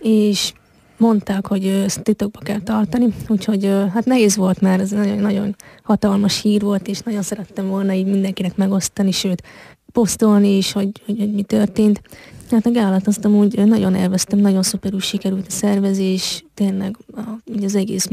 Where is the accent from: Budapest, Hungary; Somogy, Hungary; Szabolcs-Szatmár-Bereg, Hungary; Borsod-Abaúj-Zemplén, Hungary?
Borsod-Abaúj-Zemplén, Hungary; Miskolc; born there; hiszen Miskolc születésű vagyok, itt élek 22 éve